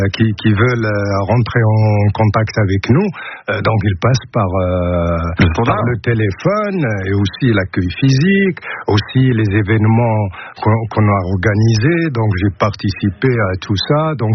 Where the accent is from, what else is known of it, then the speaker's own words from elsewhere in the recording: Morocco; moved away as an adult; now in France; lorsque je suis venu du Maroc à 19 ans, au bout d'un an, deux ans, je ne comprenais pas ici, je n'ai jamais sorti du Maroc.